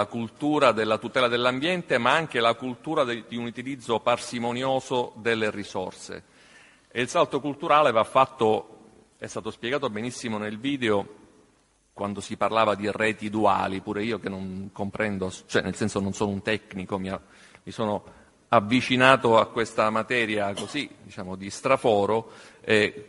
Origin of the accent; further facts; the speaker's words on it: Palermo, Sicily, Italy; i palermitani, vedo anche il senatore Antonio Battaglia, siamo sicani, quindi fenici